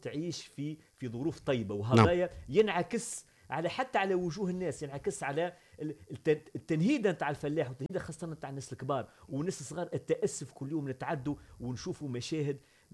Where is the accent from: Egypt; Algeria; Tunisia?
Algeria; والواحات ليست حكر لتونس، راهي عندنا في الجزائر